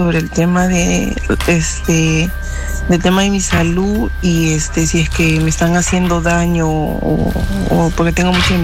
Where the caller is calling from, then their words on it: San Vicente de Cañete, Lima, Peru; Le llamo de Cañete.